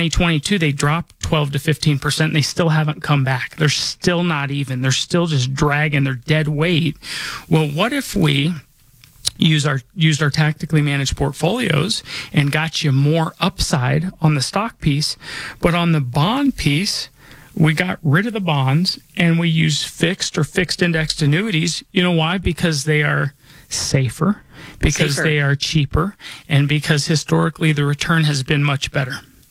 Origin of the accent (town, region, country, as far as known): Denver, Colorado, United States; born or raised there